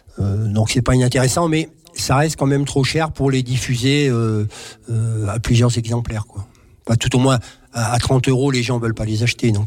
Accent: Hauts-de-France, France; je suis parti du Nord sans forcément retourner très très longtemps. Je suis pas retourné souvent, je veux dire. Et 20 ans, 25 ans après, j'ai retrouvé mon pays

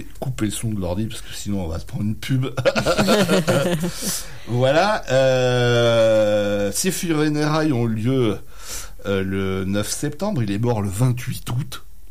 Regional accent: France; Chez nous, en France

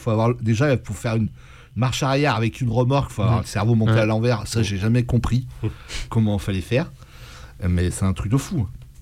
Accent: Auvergne-Rhône-Alpes, France

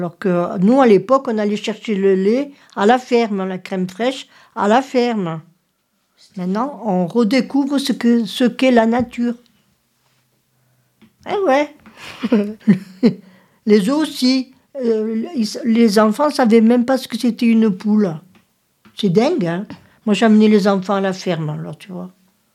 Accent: Southern France, France; accent: midi; j'ai l'accent du midi.

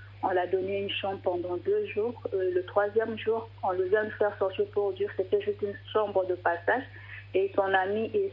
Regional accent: DR Congo; Je dis non, je ne suis pas sénégalaise, je suis congolaise.

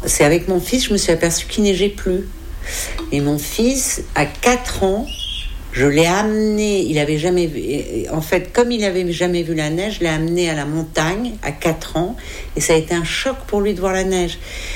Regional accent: Paris, Île-de-France, France; Moi, je suis née à Paris.

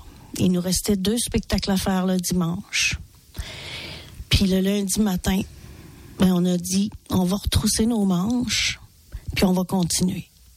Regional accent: Quebec, Canada; on va ramasser nos grammans, comme on dit chez nous au Québec

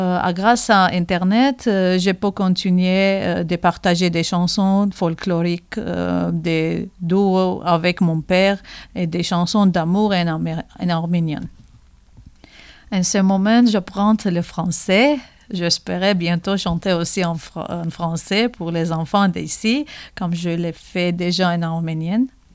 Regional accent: Syria; French is a second language; moved away as an adult; now in France; Je suis arménienne de Syrie. Dans mon pays, j'étais chanteuse. Je suis aujourd'hui installée en France depuis 2023. Je suis réfugiée. Je prends des cours français

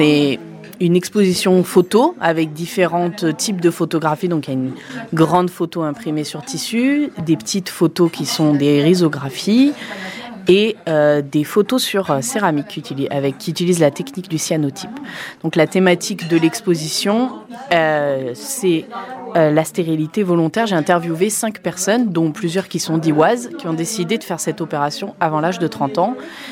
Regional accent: Die, Auvergne-Rhône-Alpes, France; moved away as an adult; also born or lived in Montpellier; Alors moi, je suis née à Die en 1999. J'ai fait mon collège-lycée à Die. Et ensuite, j'ai commencé les Beaux-Arts à Montpellier, dans le sud de la France, là où j'ai fait 5 ans d'études.

